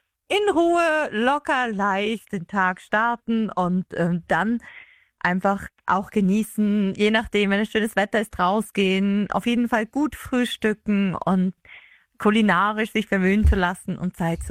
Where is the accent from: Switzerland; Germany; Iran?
Switzerland; so als Schweizerin